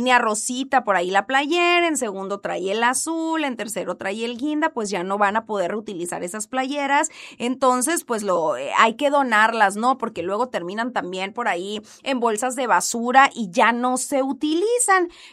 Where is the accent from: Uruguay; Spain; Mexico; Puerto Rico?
Mexico